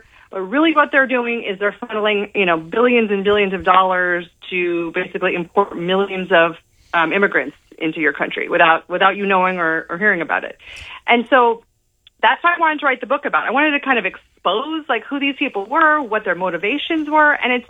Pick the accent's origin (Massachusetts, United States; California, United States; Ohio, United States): California, United States; Los Angeles; now in Altadena, United States; my hometown and the Palisades burned down, and my childhood home.